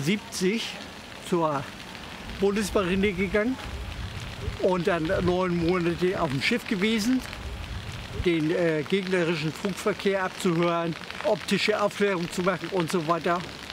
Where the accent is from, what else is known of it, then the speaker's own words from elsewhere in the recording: Schleswig-Holstein, Germany; born there; Ich bin geboren in der Nähe von Bad Oldesloe.